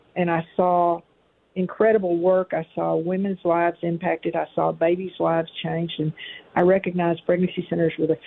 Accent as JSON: {"language": "English", "town": "San Saba", "region": "Texas", "country": "United States", "tie": "born or raised there", "said": "And then I went to my hometown of San Saba and went to the Ministerial Alliance"}